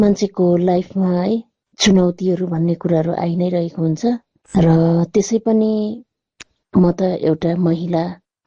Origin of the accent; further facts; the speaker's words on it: Sikkim, India; आफूले आफ्नो स्टेटलाई सिक्किमलाई रिप्रेजेन्ट गर्न पाउँदाखेरि